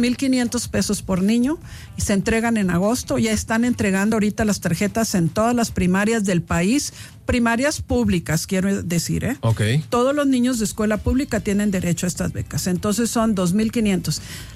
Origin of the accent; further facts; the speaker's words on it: Mexico; queremos nosotros gobernarnos nosotros como mexicanos